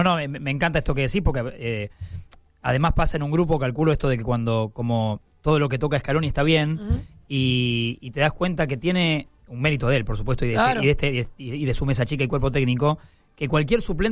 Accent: Argentina

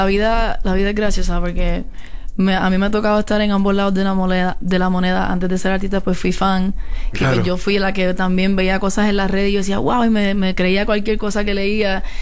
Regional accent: Añasco, Puerto Rico; Yo todavía estoy en Añasco, en casa, en mi pueblo chiquito

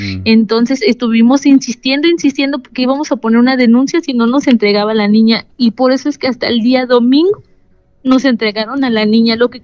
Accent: Poza Rica, Veracruz, Mexico

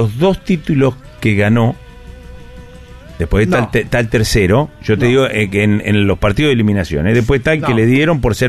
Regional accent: Rosario, Santa Fe, Argentina; Yo en el documento dice que soy rosarino, nací acá.

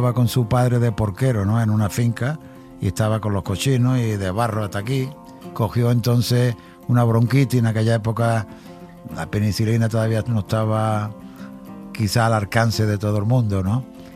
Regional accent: Jerez de la Frontera, Andalusia, Spain; siempre que voy a Jerez, a mi tierra, siempre recuerdo esos olores que había.

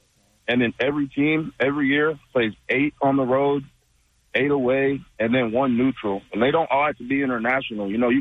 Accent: Kansas City, Missouri, United States; Well, I'm from Kansas City.

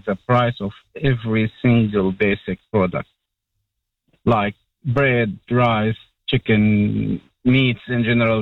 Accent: Jordan; Where I'm from Jordan, and it's totally different how the government like reacts to inflation and price hikes.

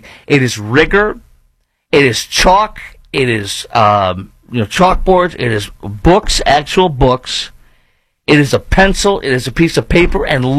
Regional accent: Chicago, Illinois, United States; moved away; I film in Chicago regularly, in my hometown

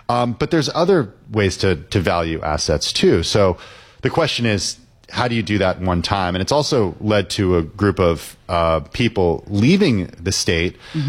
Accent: California, United States; Oh, I'm a Californian, yeah.

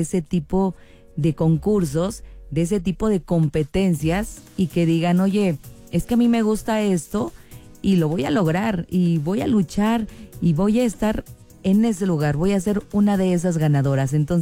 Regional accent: Mexico

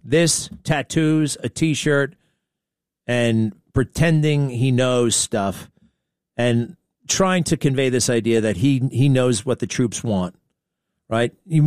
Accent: Garden City, New York, United States; Garden City on Long Island. My hometown, by the way. A glorious, beautiful town.

